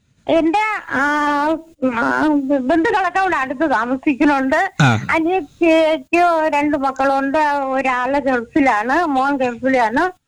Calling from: Uriyakode, Kerala, India; വിളിക്കുന്നത് ഉറിയാക്കോട്ട്. ഉറിയാക്കോട്ട് വന്നിട്ട് കാട്ടാക്കണ റൂട്ട്.

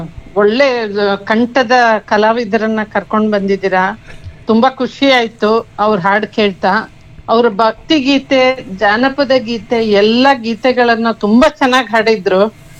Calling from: Shivamogga, Karnataka, India; ಶಿವಮೊಗ್ಗದಿಂದ.

